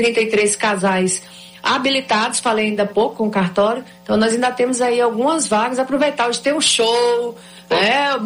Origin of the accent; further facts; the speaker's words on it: Cruzeiro do Sul, Acre, Brazil; aqui na minha terrinha